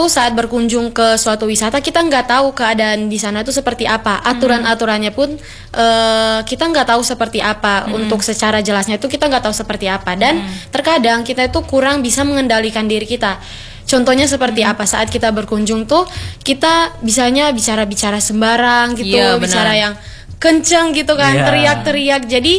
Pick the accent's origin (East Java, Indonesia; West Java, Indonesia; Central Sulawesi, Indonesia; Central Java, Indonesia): Central Sulawesi, Indonesia; aku besarnya di Sulawesi Tengah.